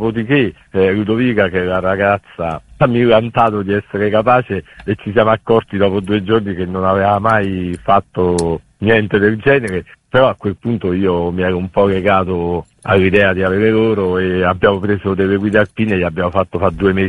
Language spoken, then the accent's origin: Italian; Abruzzo, Italy; nel mio paese, in Abruzzo